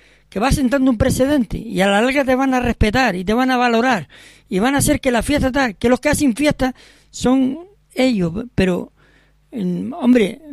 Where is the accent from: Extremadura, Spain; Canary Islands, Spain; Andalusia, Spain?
Canary Islands, Spain; que es la única intención que tiene uno aquí, claro, como canario, claro, por defender lo nuestro, coño.